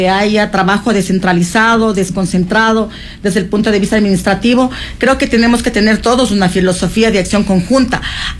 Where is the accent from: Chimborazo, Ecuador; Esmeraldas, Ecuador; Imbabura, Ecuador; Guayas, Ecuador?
Chimborazo, Ecuador; Yo soy proveniente de Chimborazo